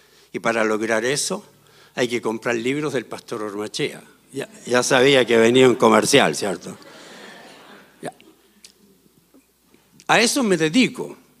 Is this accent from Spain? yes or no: no; Chile; born there; Yo nací en Chile, pensaba que Dios era chileno. Nací en la iglesia pentecostal, pensaba que Dios era pentecostal